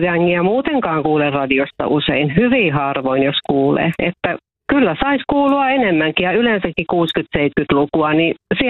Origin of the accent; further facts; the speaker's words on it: Jyväskylä, Central Finland, Finland; moved away; Jyväskylässä. Mä oon siellä viettänyt, mä oon syntynyt ja viettänyt siellä nuoruuteni ja osan aikuisuuttakin. Ja tälläkin hetkellä olen täällä Jyväskylässä, mä oon meidän kesäpaikasta täällä.